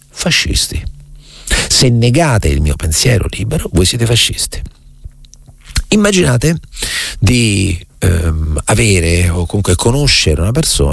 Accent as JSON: {"language": "Italian", "town": "Recanati", "region": "Marche", "country": "Italy", "tie": "born there", "said": "sarà che sono nato a Leopardi, Reganati, sarà che so gobbo anche calcisticamente parlando come Leopardi"}